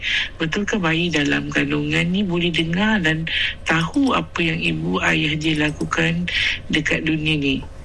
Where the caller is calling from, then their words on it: Kota Tinggi, Johor, Malaysia; Saya ni dari Kota Tinggi.